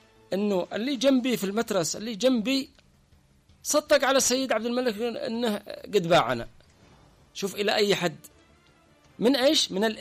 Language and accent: Arabic; Yemen; عندنا في اليمن